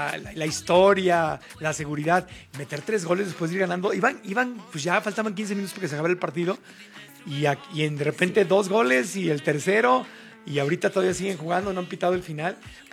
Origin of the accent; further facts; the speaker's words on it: Tijuana, Baja California, Mexico; yo soy de Tijuana, amiga.